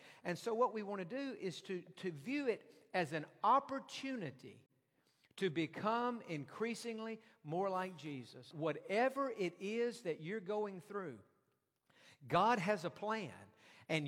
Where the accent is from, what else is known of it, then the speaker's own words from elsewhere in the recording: Texas, United States; I guess it's because I grew up in East Texas